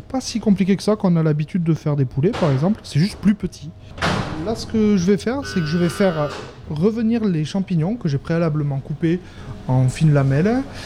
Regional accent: Occitanie, France; Ah, moi, je suis aveyronnais aussi.

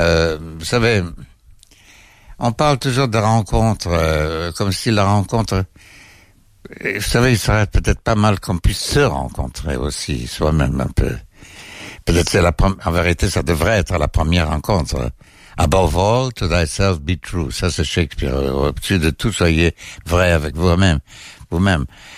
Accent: Haifa, Haifa District, Israel; moved away; Depuis Haïfa, oui. Enfin, Haïfa, c'est ma ville natale

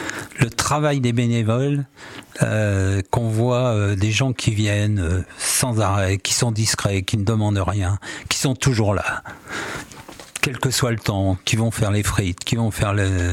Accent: Ifs, Normandy, France; on était 6 à avoir 17-18 ans, tous habitants à IF, 5 dans un rayon de 200 mètres, on se voyait tous les jours

